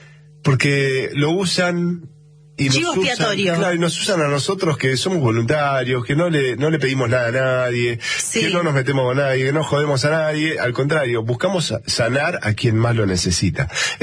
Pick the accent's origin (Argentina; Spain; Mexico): Argentina